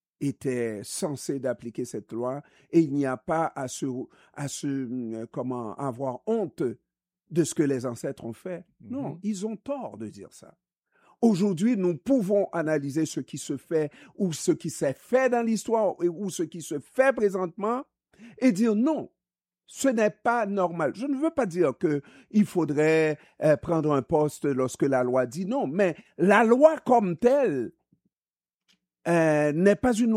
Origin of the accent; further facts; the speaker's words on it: Haiti; Je suis haïtien, je suis né haïtien et je sais ce que ce pays a fait pour moi, n'est-ce pas? Et moi, je sais ce que je dois à ce pays-là.